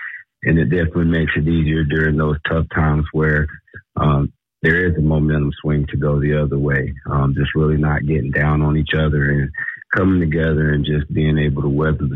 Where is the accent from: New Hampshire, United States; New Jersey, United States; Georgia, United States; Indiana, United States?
Georgia, United States; now in Nevada, United States; I'm from Georgia myself, and it's you know, more of a football hotspot than the Nevada area is.